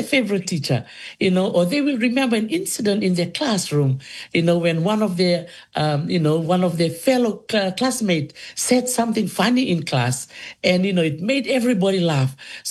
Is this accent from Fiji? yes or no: yes; Naitasiri Province, Central Division, Fiji; also born or lived in Kadavu; my life growing up as a young girl in Dholisuva village in the province of Netasiri. That's where I was raised. Even though I'm originally from Kandavu